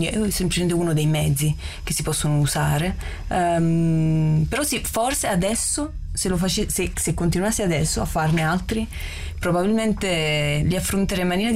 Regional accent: Naples, Campania, Italy; Vabbè, io sono lenta, diciamo, in quanto napoletana purtroppo è nel mio...

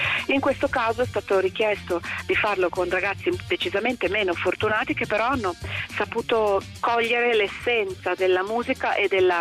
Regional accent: Bologna, Emilia-Romagna, Italy; io sono bolognese

